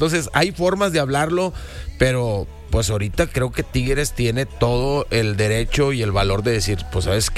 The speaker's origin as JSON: {"language": "Spanish", "town": "Monterrey", "region": "Nuevo León", "country": "Mexico", "said": "como somos los regios"}